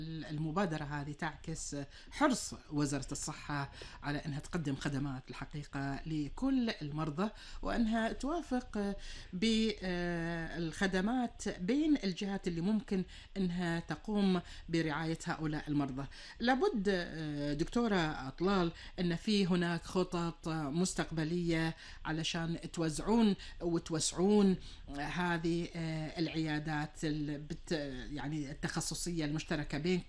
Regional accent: Kuwait; واحنا نعيش في ديرة الأمن والأمان، ديرة الخير، ديرتنا الحبيبة الكويت

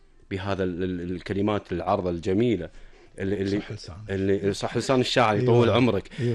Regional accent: Kuwait; ارض الكويت ديرتنا الحبيبه الغاليه.

